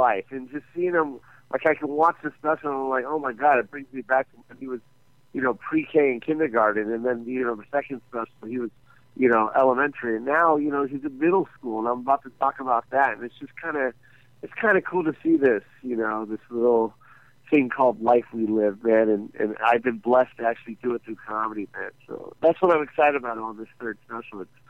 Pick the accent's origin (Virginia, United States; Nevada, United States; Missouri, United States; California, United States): Nevada, United States; Las Vegas; that's my hometown, too